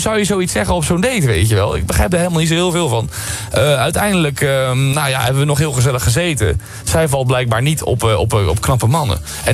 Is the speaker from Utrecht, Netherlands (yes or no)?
yes; Utrecht, Netherlands; Zelf kom ik uit Utrecht.